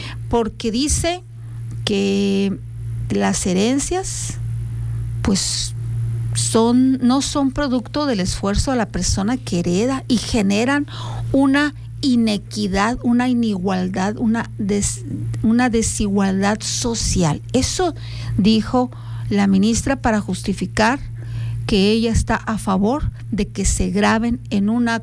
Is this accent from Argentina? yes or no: no; Mexico; así somos los mexicanos